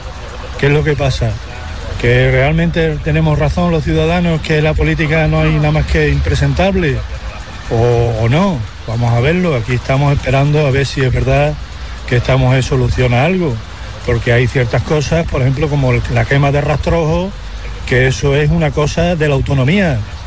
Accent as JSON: {"language": "Spanish", "town": "Berlanga", "region": "Extremadura", "country": "Spain", "lives_now": "Mérida, Spain", "said": "vengo de Berlanga, estamos aquí en Mérida"}